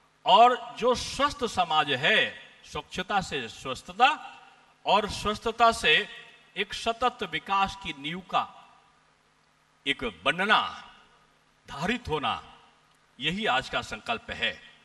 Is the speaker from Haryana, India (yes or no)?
no; Gorakhpur, Uttar Pradesh, India; now in Andaman and Nicobar Islands, India; मैं उत्तर प्रदेश से आता हूं